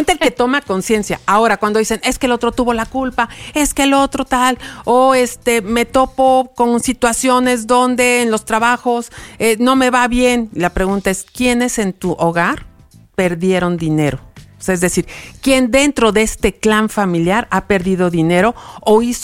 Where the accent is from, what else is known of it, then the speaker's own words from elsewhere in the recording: Zacatecas, Mexico; tienen que comer queso, porque venimos de Zacatecas, entonces, y en el rancho siempre había queso